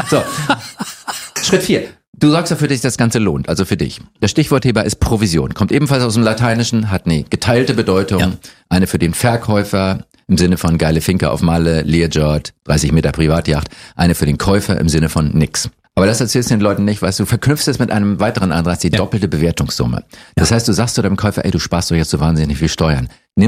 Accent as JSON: {"language": "German", "town": "Norderstedt", "region": "Schleswig-Holstein", "country": "Germany"}